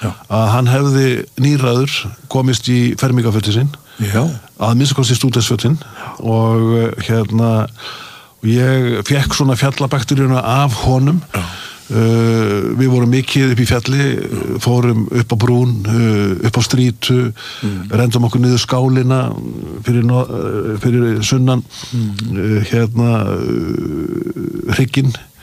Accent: Akureyri, Northeast Region, Iceland; En sko að alast upp á Akureyri á þessum tíma í öllum þessum snjóalögum var alveg gríðalegt ævintýri.

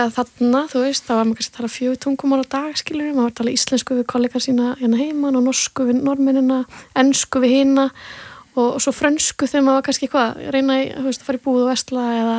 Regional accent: South Region, Iceland; also born or lived in Westfjords; En ég er að sunnan og fór svona með allir semingi, ég þurfti að fara heima, veist

